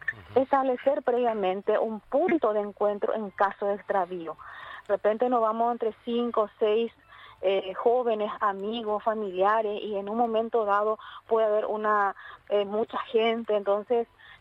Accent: Paraguay; Sí, somos paraguayos, somos albirrojos hoy

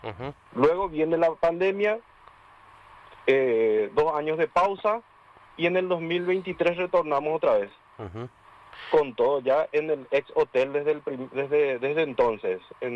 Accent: San Antonio, Central, Paraguay; yo me voy y digo que soy de San Antonio

